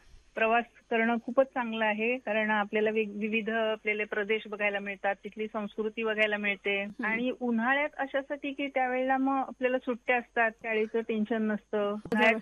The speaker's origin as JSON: {"language": "Marathi", "town": "Nagpur", "region": "Maharashtra", "country": "India", "tie": "born there", "said": "आम्ही लहानपणी आई बरोबर आजोळी जायचो पुण्याला. त्यावेळेला आम्ही नागपूरलाच राहत होतो."}